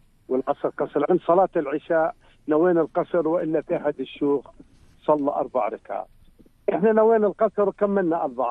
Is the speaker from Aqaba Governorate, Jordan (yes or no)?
yes; Aqaba, Aqaba Governorate, Jordan; يعني مثلا 6:45 عندنا في العقبة